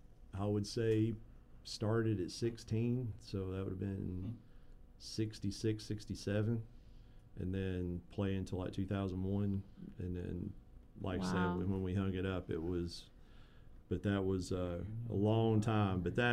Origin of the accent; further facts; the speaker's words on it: Jonesville, Virginia, United States; I grew up in Jonesville, Virginia, which is not exactly a rock and roll mecca